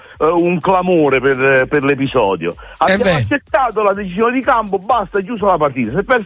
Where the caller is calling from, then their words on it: Sant'Arsenio, Campania, Italy; io sono del Vallo Viviano, chiamo dalla provincia di Salerno, da Sant'Arsenio, zona che tu conosci.